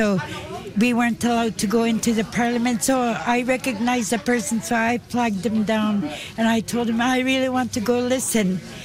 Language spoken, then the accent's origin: English; Arctic Bay, Nunavut, Canada; I'm from Arctic Bay, Nunavut.